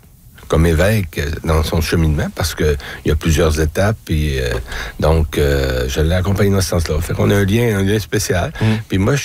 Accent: Saint-Thomas-Didyme, Quebec, Canada; J'étais ordonné dans mon village natal, Saint-Thomas-Didyme.

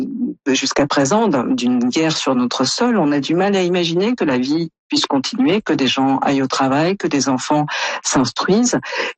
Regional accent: France; quand on est Canadien ou comme moi français

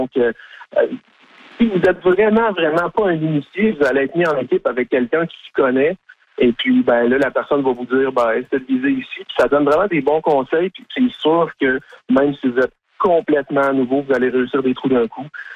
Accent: Saint-Grégoire, Quebec, Canada; c'est ma région. Donc, mm-hmm. Je viens de Saint-Grégoire.

